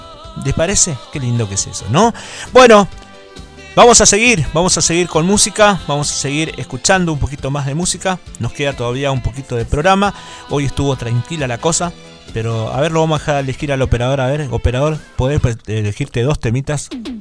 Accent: Reconquista, Santa Fe, Argentina

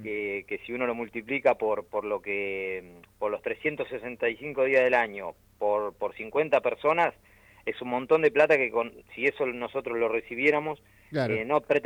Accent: Santa Teresita, Buenos Aires Province, Argentina; also born or lived in San Clemente del Tuyú; yo nací en San Clemente, pero soy de toda la vida de Santa Teresita. Nací en San Clemente por una cuestión de que no había maternidad en Santa Teresita, pero siempre viví en Santa Teresita.

